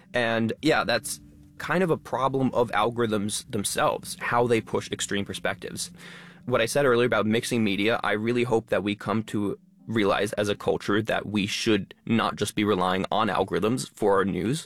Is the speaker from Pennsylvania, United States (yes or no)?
no; Albany, New York, United States; born or raised there